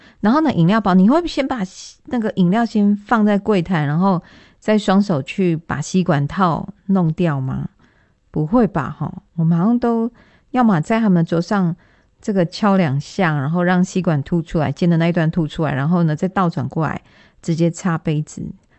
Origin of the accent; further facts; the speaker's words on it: Taiwan; 我们台湾人